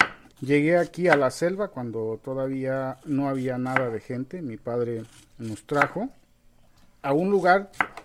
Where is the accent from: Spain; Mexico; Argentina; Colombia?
Mexico; Boca de Chajul, Chiapas; also born or lived in Guerrero; Yo básicamente aquí crecí.